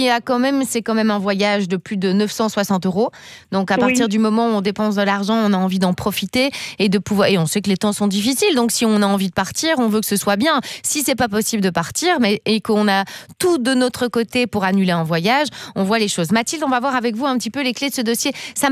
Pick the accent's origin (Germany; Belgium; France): Belgium; Gerpinnes, Wallonia; also born or lived in Charleroi; j'ai grandi à Gerpine, donc on est presque voisines.